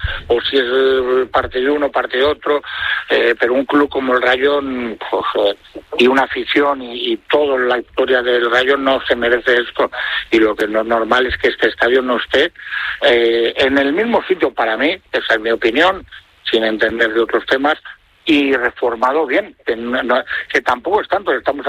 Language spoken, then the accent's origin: Spanish; Valladolid, Castile and León, Spain; Yo soy pucelano y blanquivioleta de Valladolid, moriré siendo así